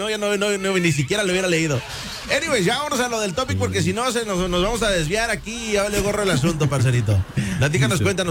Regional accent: Mexico; Mijo, soy mexicano. Aquí nosotros, y no me van a dejar mentir, no nada más los mexicanos, hay muchos latinos

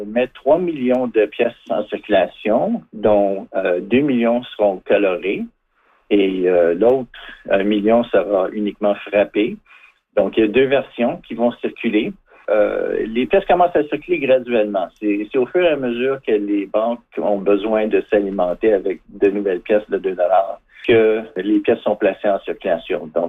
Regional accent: Canada; en tant que Canadien.

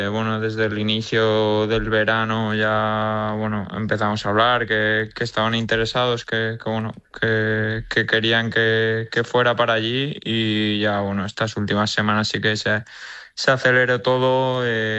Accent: San Sebastián, Basque Country, Spain; born there; Sí, yo nací en Donosti, sí.

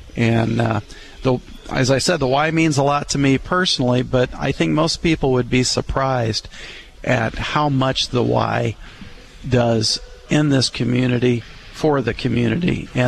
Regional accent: Springfield, United States; Yes, born and raised in Springfield, also a Spartan.

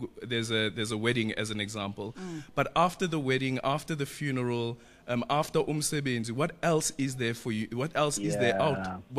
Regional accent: Eastern Cape, South Africa; I remember growing up in Elokshin, and I would think of the river almost as an impediment.

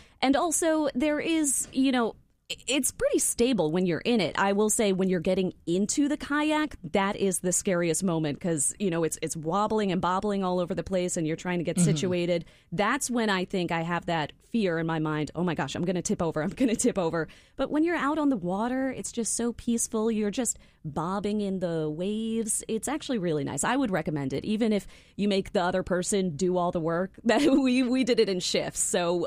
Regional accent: New York, United States; I'm actually from Long Island. That's my hometown, home stopping grounds. Right. And yeah, the South Shore of Nassau County, it has seen me.

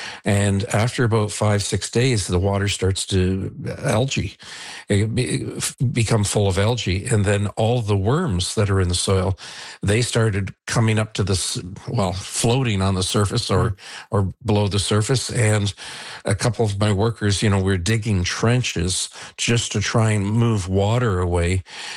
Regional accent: Niagara-on-the-Lake, Ontario, Canada; I've lived on this road for 41 years, and I grew up in Niagara on the Lake for 69 years. So it's my entire life.

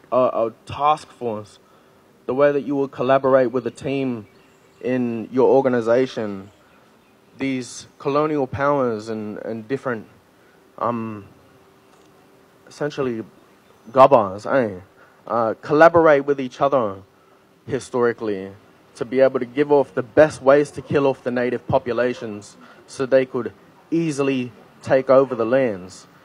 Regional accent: New South Wales, Australia; I don't recognize Australia. I'm not Australian. I'm Gomeroi. I'm Dungari. Yeah. I'm Binsbury. Me. I'm mob.

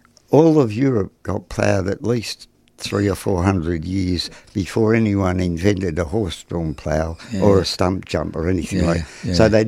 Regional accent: Mount Barker, South Australia, Australia; born there; When I was born in Mount Barker Hospital in South Australia.

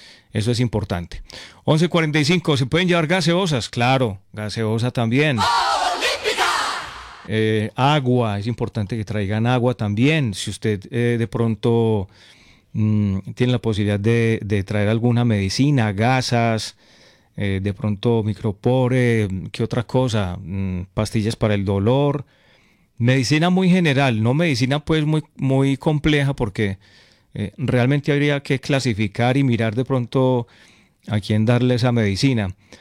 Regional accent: Concordia, Antioquia, Colombia; moved away; yo soy del pueblo, yo soy de Concordia.

